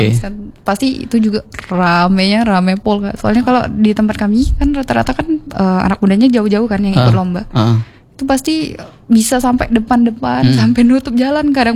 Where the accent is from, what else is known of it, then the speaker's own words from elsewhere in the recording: South Sumatra, Indonesia; moved away; kita dari ini, dari benar-benar dari Upang, dari Sumatera.